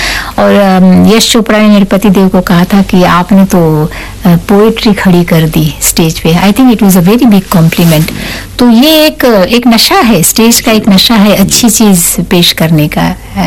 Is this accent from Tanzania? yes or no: yes; Dar es Salaam, Tanzania; born or raised there